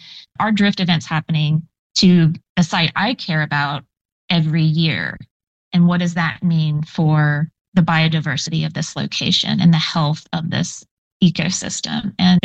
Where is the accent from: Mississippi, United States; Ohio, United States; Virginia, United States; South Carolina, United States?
Virginia, United States; I grew up in Virginia, hiking the Appalachian Trail and saw the impacts of hydrologic dams